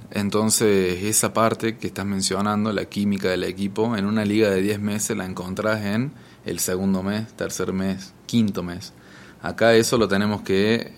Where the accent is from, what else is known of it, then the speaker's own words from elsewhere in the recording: Argentina; moved away as an adult; now in Mexico; Yo sí, soy argentino, sí.